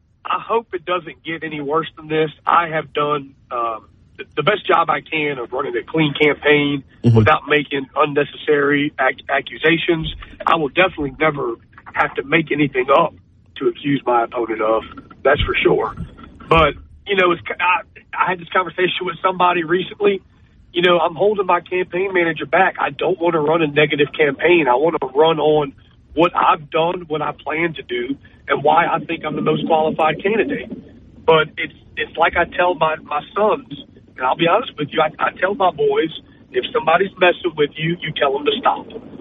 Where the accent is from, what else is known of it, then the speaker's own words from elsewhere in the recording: Hammond, Louisiana, United States; born and raised in Hammond, which is a Tangipahoa parish. You know, I grew up in a working-class family.